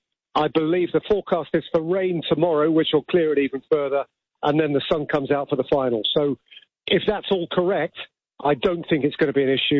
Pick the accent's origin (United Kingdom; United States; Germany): United Kingdom; England; we are sometimes English